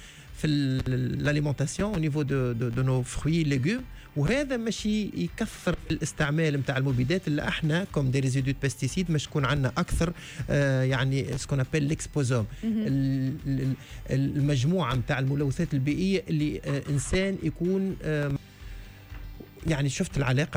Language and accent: Arabic; Tunisia; بصفتي تونسي وبصفتي يعني نخدم في تونس